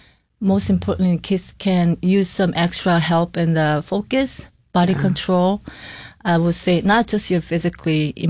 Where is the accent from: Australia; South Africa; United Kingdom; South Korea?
South Korea; now in Rochester, United States; So I'm from Korea.